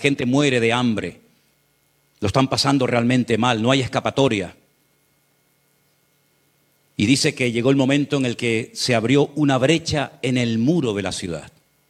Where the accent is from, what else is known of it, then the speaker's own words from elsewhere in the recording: Canary Islands, Spain; como decimos en Canarias